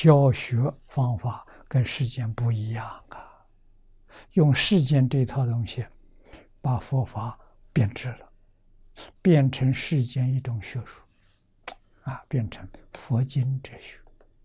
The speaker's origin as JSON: {"language": "Chinese", "country": "China"}